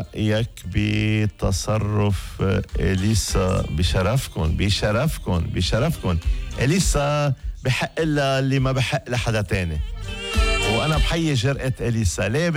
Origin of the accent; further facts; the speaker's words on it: Lebanon; من القضية الفلسطينية يلي نحن عينيناه بلبنان.